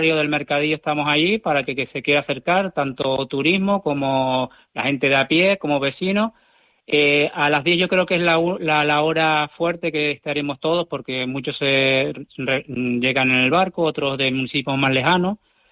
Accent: La Palma, Canary Islands, Spain; now in Gran Canaria, Spain; Yo mismo soy natal de La Palma, pero llevo residiendo en Gran Canaria ya más de 20 años.

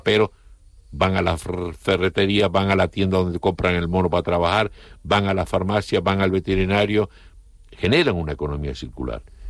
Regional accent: Canary Islands, Spain

